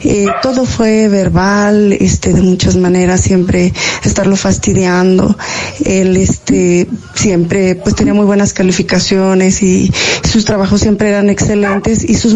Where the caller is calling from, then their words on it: San Luis Potosí, Mexico; de San Luis Potosí